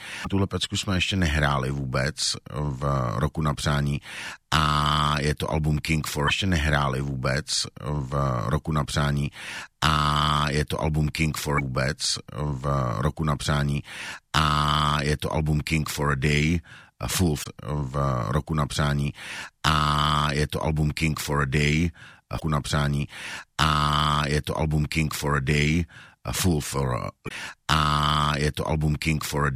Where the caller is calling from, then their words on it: Olomouc, Olomouc Region, Czechia; Kamaráde z Olomouce, zdravím mé rodné město ještě jednou